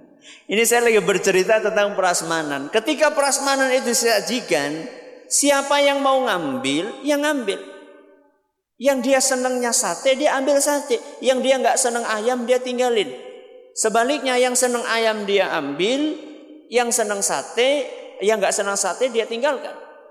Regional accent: Central Java, Indonesia; accent: Ngapak; Kalau saya pakai bahasa ngapak panjenengan paham enggak?

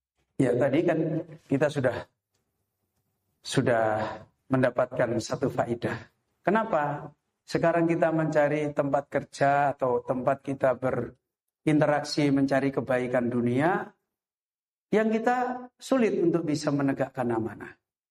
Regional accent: Semarang, Central Java, Indonesia; Saya itu hidup di kampung preman. lingkungan saya, kampung saya, kampung preman, Tambak Lorok, Semarang, yang pernah didatangi Presiden Jokowi zaman dulu.

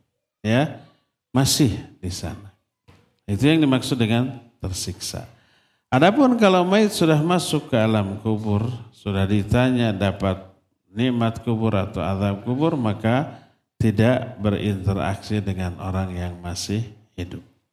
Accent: Selacau, West Java, Indonesia; di desa saya itu ada Selacau

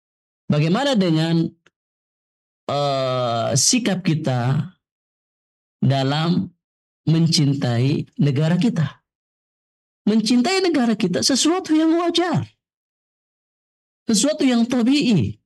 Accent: Indonesia

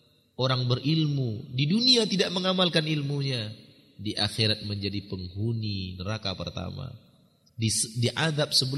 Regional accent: Sumatra, Indonesia; moved away; kami orang Sumatera

